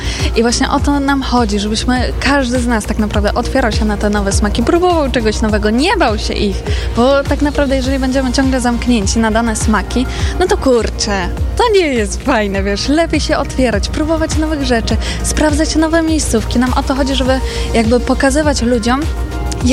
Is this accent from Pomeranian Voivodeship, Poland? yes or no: yes; Słupsk, Pomeranian Voivodeship, Poland; moved away as an adult; now in Tricity, Poland; No my ogólnie pochodzimy ze Słupska, a na studia przyjechaliśmy do Trójmiasta